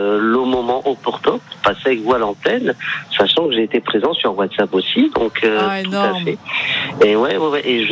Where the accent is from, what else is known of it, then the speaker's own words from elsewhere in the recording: Bordeaux, Nouvelle-Aquitaine, France; Je suis de Bordeaux.